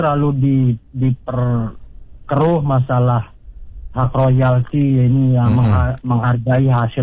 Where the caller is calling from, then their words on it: Mataram, West Nusa Tenggara, Indonesia; Ya, salam hormat saya dari … di Kota Mataram.